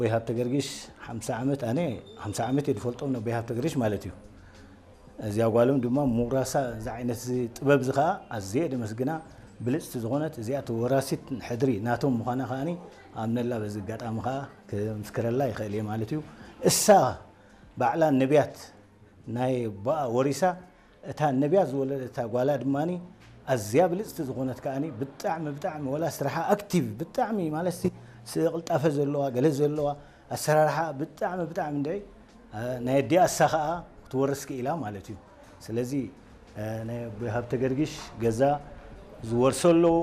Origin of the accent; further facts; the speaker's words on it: Maekel, Eritrea; ኣብ ኣኽርያ ተወሊደ ዓብየ